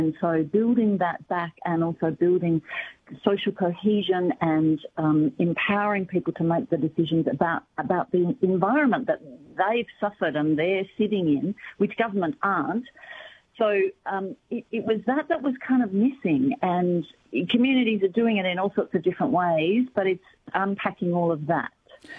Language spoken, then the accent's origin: English; Macedon, Victoria, Australia; we go to Macedon, which is my hometown